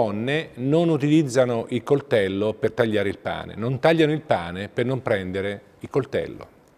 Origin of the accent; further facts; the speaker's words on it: Marche, Italy; born there; Nel mio paese, nella provincia di Ascoli Piceno